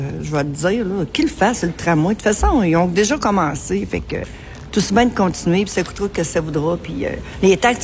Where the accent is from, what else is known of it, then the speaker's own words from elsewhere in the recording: Saint-Raymond, Quebec, Canada; now in Quebec City, Canada; je suis pas de Québec, ça fait 10 ans. Je suis native de Saint-Raymond.